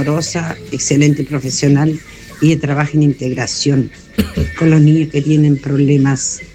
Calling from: Los Cristales, Maule, Chile; vivo en Los Cristales.

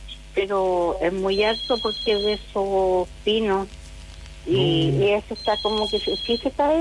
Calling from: Romeral, Maule, Chile; Sí, Huaico 1, soy de … de la calle. Vivo al lado de la iglesia católica.

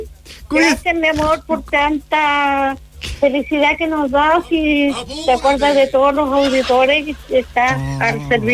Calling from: Teno, Maule, Chile; te hablo de Teno.

